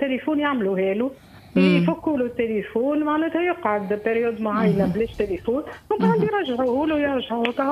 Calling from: Korba, Nabeul Governorate, Tunisia

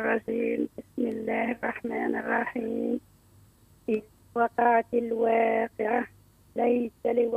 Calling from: Jilma, Sidi Bouzid, Tunisia

